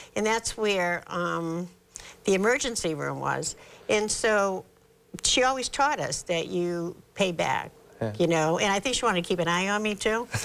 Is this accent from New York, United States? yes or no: no; Boston, Massachusetts, United States; I was born and raised in South Boston. Okay. I was from the D Street Project, which I'm very proud of.